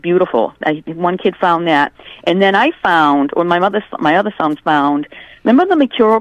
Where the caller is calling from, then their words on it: Webster, Massachusetts, United States; And I said, yeah, I'm from Webster.